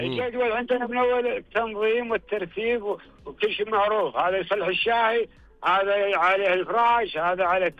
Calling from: Al Qasab, Riyadh Province, Saudi Arabia; والله أكلمكم من القصب.

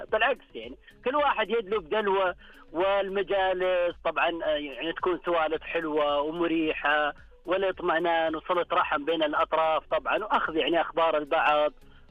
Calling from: Riyadh, Riyadh Province, Saudi Arabia; من الرياض الحبيبة

